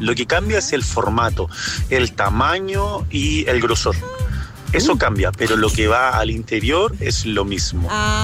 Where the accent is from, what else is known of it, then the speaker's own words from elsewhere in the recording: San Carlos, Ñuble, Chile; now in Los Ángeles, Chile; Les habla el profe de acá de Los Ángeles. Grande. Pero soy oriundo de San Carlos Ñuble. Ahí en comuna donde se fabrica la longaniza.